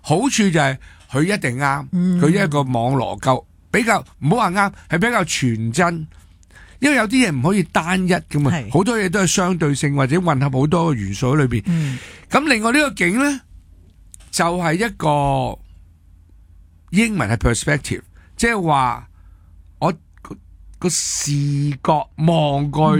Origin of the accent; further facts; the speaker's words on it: China; 嗱唔系净系我哋中国人啦，瑞士人啦咁有钱又咁懒有文化